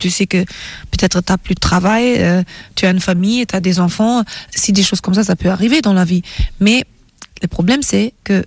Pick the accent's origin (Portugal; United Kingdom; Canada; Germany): Germany; French is a second language; also born or lived in Nigeria; now in Paris, France; j'ai grandi en Allemagne